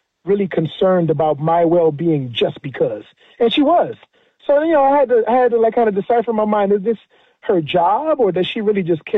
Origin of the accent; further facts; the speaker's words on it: Miami, Florida, United States; born there; So I was I'm Haitian descendant. Both my parents are Haitian. I was born in Miami, Florida.